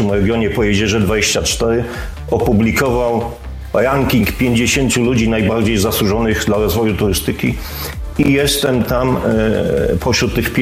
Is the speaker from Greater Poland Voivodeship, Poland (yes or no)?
no; Mogilno, Kuyavian-Pomeranian Voivodeship, Poland; born there; now in Inowrocław, Poland; Urodziłem się w Mogilnie, czyli no to niedaleko, Żabi Skok, ale od 1988 roku przeprowadziłem się do Inowrocławia, tutaj się ożeniłem, tutaj zamieszkałem, stworzyłem rodzinę.